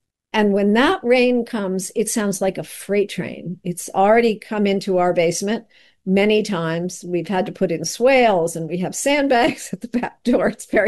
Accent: East Coast, United States; I came from the East Coast. My husband is the Pittsburgher. And I think I always thought maybe I'd go back at some point.

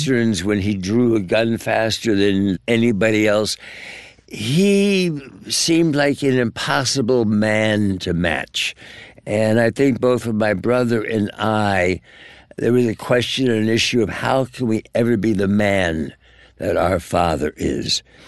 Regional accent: East Coast, United States; because we were growing up on the East Coast with my mother

